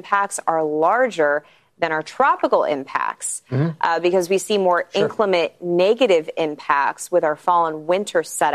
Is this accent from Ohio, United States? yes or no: no; Denver, Colorado, United States; from growing up in the Denver suburbs, we always had our first taste of snow before Halloween.